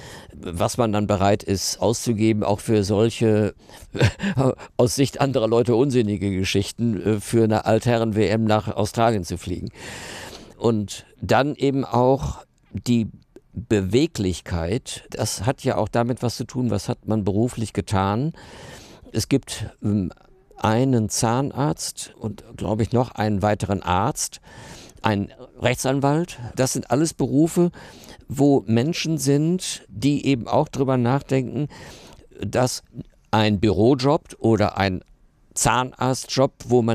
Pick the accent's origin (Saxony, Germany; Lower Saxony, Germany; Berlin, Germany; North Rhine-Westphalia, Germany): North Rhine-Westphalia, Germany; Herne; ich stamme aus Herne